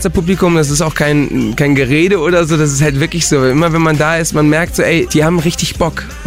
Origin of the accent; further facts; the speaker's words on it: Mallorca, Balearic Islands, Spain; Das erinnert mich ein bisschen an meine Jugend halt auf Mallorca.